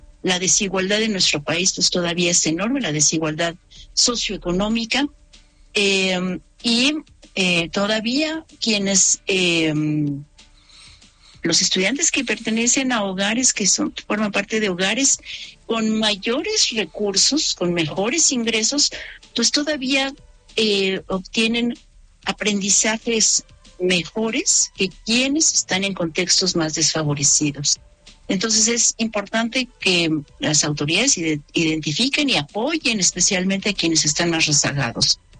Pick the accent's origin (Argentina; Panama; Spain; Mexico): Mexico